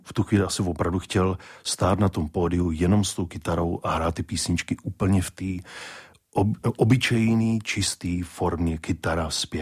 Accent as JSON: {"language": "Czech", "town": "Blansko", "region": "South Moravian Region", "country": "Czechia", "moved": "yes", "said": "já jsem z Blanska původně."}